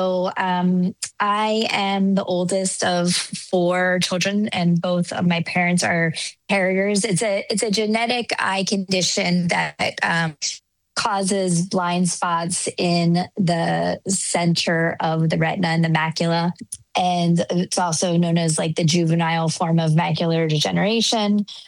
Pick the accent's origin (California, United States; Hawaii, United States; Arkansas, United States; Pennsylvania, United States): Pennsylvania, United States; Philadelphia; also born or lived in Washington, D.C. / New York; I'm originally from Philly. And I grew up there in the surrounding suburbs and went to high school in Central Bucks, so outside of Philly.